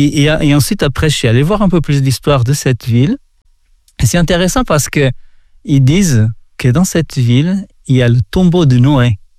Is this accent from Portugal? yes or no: yes; Portugal; Moi, je viens du Portugal